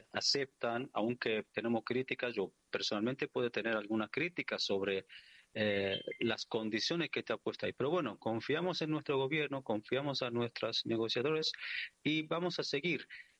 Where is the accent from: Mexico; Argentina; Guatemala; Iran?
Iran